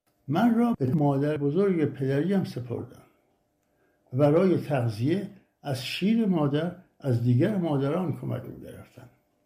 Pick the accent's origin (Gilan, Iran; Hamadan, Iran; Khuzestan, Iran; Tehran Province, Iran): Hamadan, Iran; born there; در شهر همدان، محله بابا طاهر، در یک خانواده سنتی و مذهبی در فروردین سال 1326 متولد شدم.